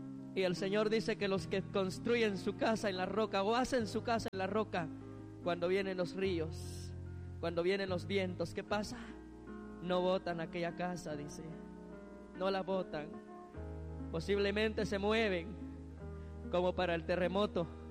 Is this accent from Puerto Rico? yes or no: no; San Pedro, Guatemala; usted va a ver esa casita de adobe donde viven mis padres, donde yo nací.